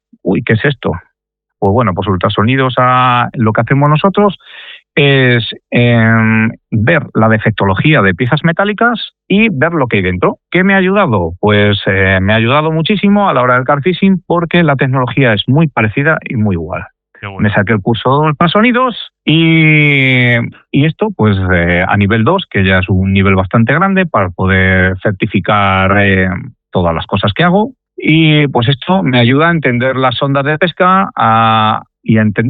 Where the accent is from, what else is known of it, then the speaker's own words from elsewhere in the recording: Arévalo, Castile and León, Spain; moved away as an adult; now in Viana de Cega, Spain; Sí, bueno, yo no soy de Viana de Cega realmente, soy de un pueblo que de la zona de Ávila que se llama Arévalo, pero por motivos de románticos me vine a Viana de Cega y bueno, aquí me he instalado.